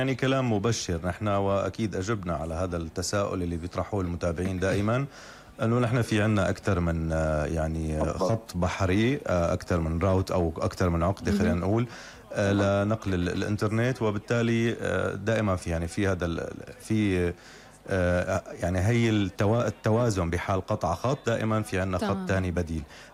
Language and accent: Arabic; Syria